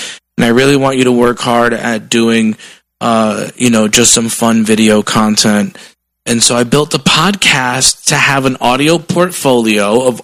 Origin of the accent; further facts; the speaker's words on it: East Coast, United States; accent: Spanish; first language English; I think the energy gives it away that I'm from the East Coast.